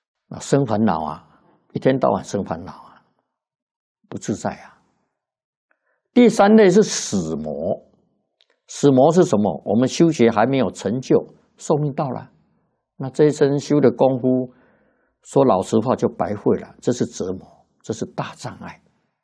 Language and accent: Chinese; China; 我们中国人讲七情五欲